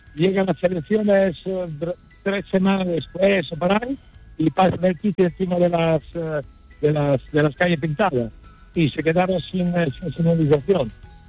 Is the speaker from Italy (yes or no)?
yes; Italy; Spanish is a second language; moved away as an adult; now in La Oliva, Spain; De hecho, venía aquí en los años 80 de vacaciones y al final me decidí y vine a vivir aquí. Yo soy italiano.